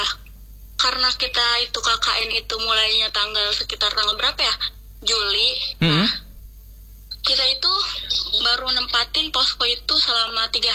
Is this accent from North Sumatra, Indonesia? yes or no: no; Subang, West Java, Indonesia; born there; moved away as an adult; now in Banten, Indonesia; asal aku dari Subang, Jawa Barat, Kak. Kebetulan aku lahiran sini, tapi tinggalnya di Subang dan sekarang kuliah di sini gitu.